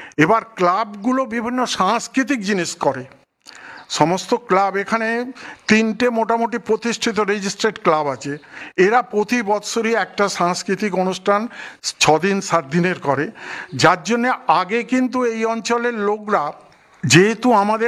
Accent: West Bengal, India; আমাদের গ্রামের মধ্যে, যেহেতু ছোটো খুব গ্রাম

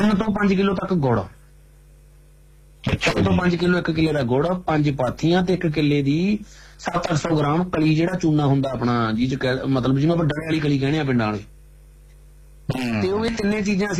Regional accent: Mangewal, Punjab, India; ਇੱਕ ਗੱਲ ਦੱਸ ਦੇਣਾ ਵੀ ਸਾਡਾ ਜਿਹੜਾ ਸਾਰਾ ਪਿੰਡ ਹੀ ਆ ਮਾਂਗੇ ਵਾਲੇ, ਸਾਰਾ 1 ਗੋਤਾ ਪਿੰਡ ਆ … ਸਾਡੇ ਪਿੰਡ ਦਾ।

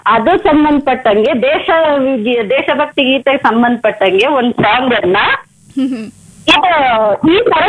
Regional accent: Chitradurga, Karnataka, India; born there; also born or lived in Madhugiri; ನಾನ್ ಮಧುಗಿರಿಲಿ ಓದ್ತಿದ್ದೆ, ನಾಲ್ಕನೇ ಕ್ಲಾಸ್ ವರ್ಗೂ ನಾನ್ ಮಧುಗಿರಿಲೇ ಓದ್ತಿದ್ದು. ಐದನೇ ಕ್ಲಾಸ್ಗೆ ಅಂತ ನಮ್ಮೂರಿಗೆ ಬಂದೆ, ನಮ್ಮೂರು ನಮ್ ನೇಟಿವ್ ಬಂದು ಚಿತ್ರದುರ್ಗ

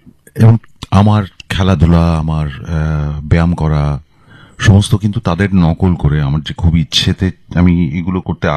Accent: Kolkata, West Bengal, India; also born or lived in Allahabad / Vadodara; আমার জন্ম হয়েছে এলাহাবাদে, জন্মানোর কিছু তিন মাস পরে আমি কলকাতায় চলে আসি, বাবার ট্রান্সফার হয়েছে নর্থ বেঙ্গলে, তারপরে বেশ কিছুটা সময় আমার এখানে কাটে।

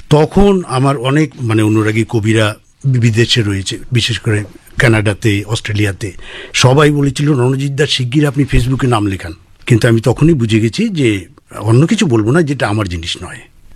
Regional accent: Silchar, Assam, India; born there; আমি 49 সালে, মা এলেন শিলচরে, এসে বাসা বাঁধলেন বাবা মা, সেখানে আমি জন্মালাম।

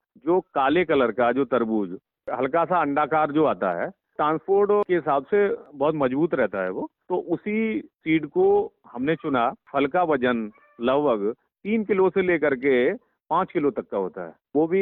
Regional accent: Firozabad, Uttar Pradesh, India; गांव की ठोत फिरोजाबाद का रहने वाला हूँ।

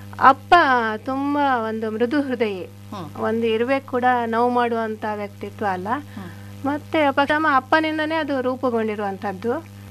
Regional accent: Uluve, Karnataka, India; ನಾನು ಮೂಲತಃ ಶೃಂಗೇರಿ ತಾಲೂಕಿನ ಉಳುವೆ ಎಂಬ ಊರಿನವಳು. ನನ್ನ ಬಾಲ್ಯ ಎಲ್ಲ ಅಲ್ಲೇ ಕಳೆದಿದ್ದು.

